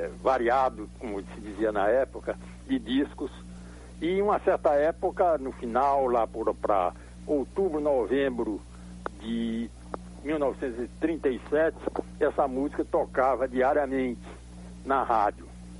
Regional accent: Recife, Pernambuco, Brazil; moved away; also born or lived in Ceará; eu sou cearense, mas passei a minha infância em Recife.

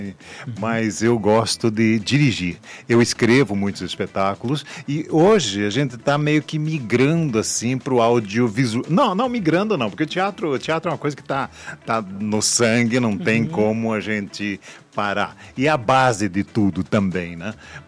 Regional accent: Brazil; somos brasileiros

